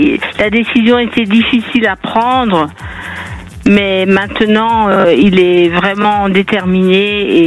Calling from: Auvergne-Rhône-Alpes, France; Je vous appelle de Haute-Savoie.

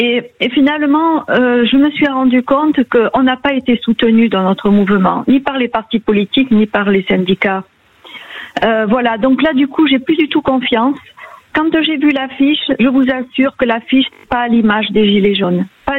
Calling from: Vendargues, Occitanie, France; Oui, bonsoir, voilà, je vous appelle de Vandarc.

